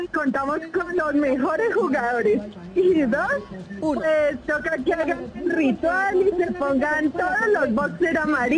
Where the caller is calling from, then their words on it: Tocancipá, Cundinamarca, Colombia; te estoy llamando desde Tocantipá, yo soy fiel oyente de ustedes.